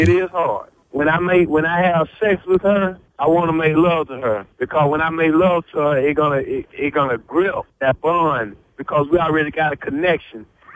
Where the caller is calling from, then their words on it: Quincy, Florida, United States; I'm calling from Quincy, Florida.